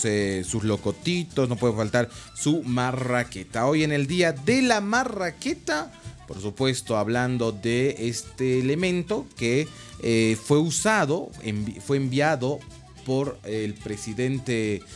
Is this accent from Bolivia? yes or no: yes; La Paz, Bolivia; nos representa como paceños.